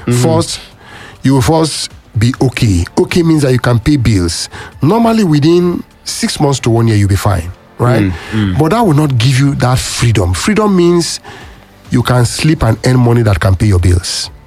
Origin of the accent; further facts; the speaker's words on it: Delta, Nigeria; now in Ibadan, Nigeria; I am not from the Southwest. I am from Delta State.